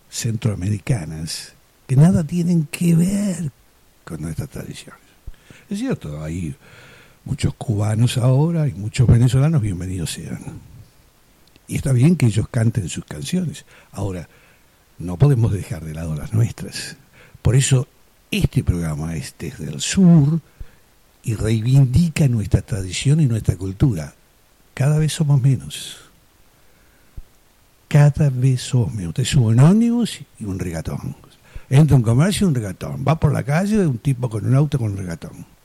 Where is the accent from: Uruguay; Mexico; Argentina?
Uruguay; Somos uruguayos